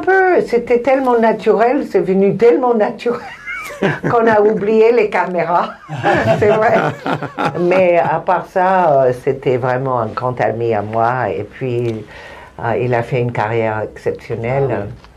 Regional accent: Mexico; parce que moi je viens du Mexique, il est parlé espagnol et moi aussi

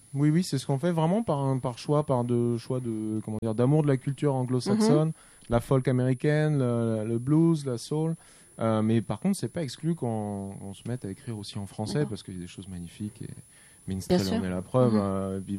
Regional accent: France; quand on est sur un exercice de style en tant que français à chanter en anglais

